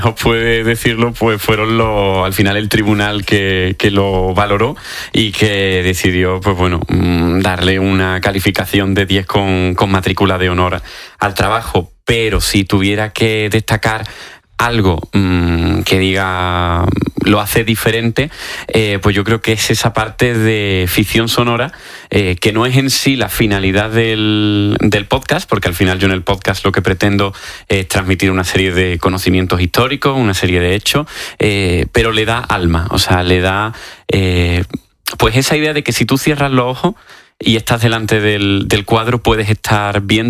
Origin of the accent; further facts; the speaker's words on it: Córdoba, Andalusia, Spain; Además me pilló muy cerca porque yo soy de Córdoba